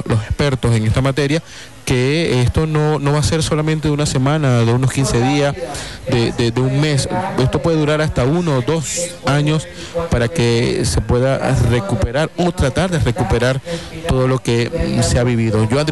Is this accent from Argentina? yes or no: no; Machiques, Zulia, Venezuela; como machiquense, como venezolanos